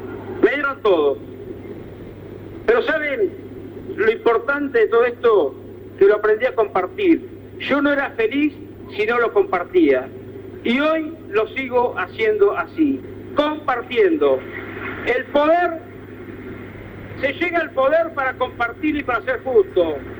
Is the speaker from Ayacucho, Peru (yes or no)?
yes; Ayacucho, Peru; estoy con mi gente, estoy con mi pueblo, estoy con lo que siento, estoy en mi Ayacucho que quiero.